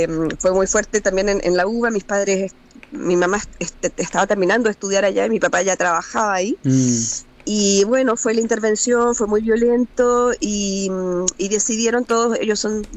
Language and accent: Spanish; Chile; Yo y mi hermana somos las únicas chilenas.